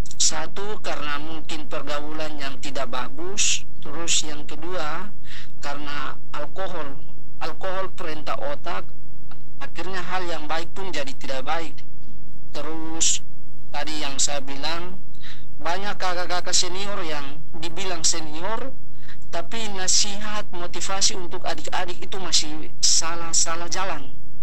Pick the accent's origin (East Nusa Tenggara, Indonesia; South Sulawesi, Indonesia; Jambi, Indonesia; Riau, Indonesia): East Nusa Tenggara, Indonesia; Alor; kalau kita orang Alor bilang oto